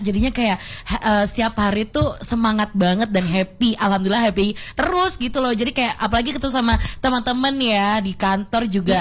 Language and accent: Indonesian; Lawang, East Java, Indonesia; rumahku kan di Lawang.